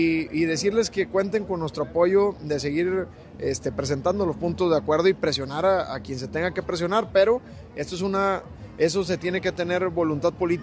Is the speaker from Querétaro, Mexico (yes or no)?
no; Villa Unión, Coahuila, Mexico; En el 2019 sufrimos un ataque en mi pueblo, en Villa Unión.